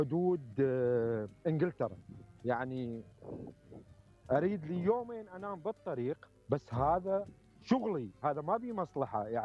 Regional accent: Iraq; now in Düsseldorf, Germany; مو لان انا عراقي لا، وانما ما عندنا لا مشاكل لا سرقه لا هاي

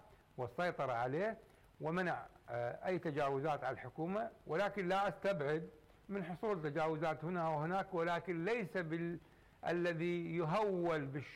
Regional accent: Iraq; ونحن كعراقيين بوصفنا عراقيين

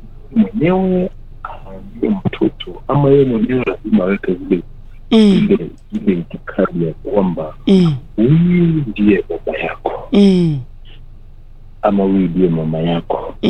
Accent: Ukambani, Kenya; born there; Mimi niko na miaka 40 plus. Niko na damu ya Meru na niko Ukambani, nimezaliwa Ukambani lakini niko na damu ya Meru ndani.

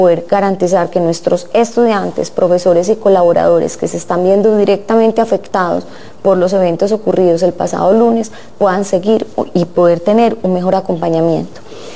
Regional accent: Colombia

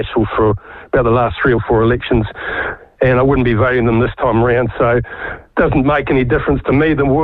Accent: Auckland, New Zealand; No, I grew up in Rob Muldoon's electorate.

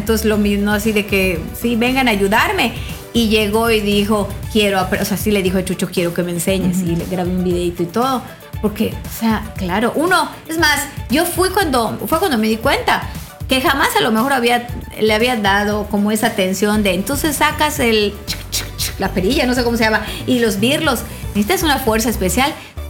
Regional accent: Mexico; somos mexicanos

